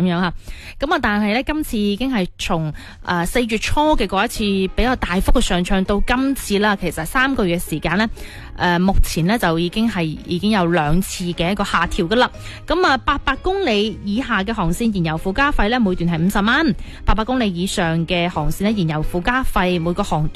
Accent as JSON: {"language": "Cantonese", "region": "Guangdong", "country": "China", "said": "对我哋广东人嚟讲就快到"}